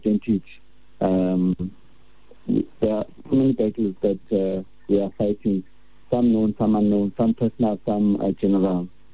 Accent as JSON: {"language": "English", "town": "Soweto", "region": "Gauteng", "country": "South Africa", "tie": "born or raised there", "said": "Yes. I grew up in Soweto, did everything in Soweto, learned the language also in Soweto. In fact, I took time, dedicated myself to just learning more of isiZulu."}